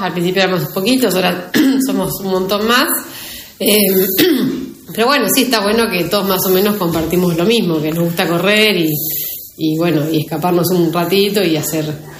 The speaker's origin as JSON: {"language": "Spanish", "region": "Buenos Aires", "country": "Argentina", "tie": "born or raised there", "moved": "as an adult", "lives_now": "Bolívar, Argentina", "said": "yo soy de Capital, nací allá y criada allá, y hace 15 años más o menos vivo acá en Bolívar."}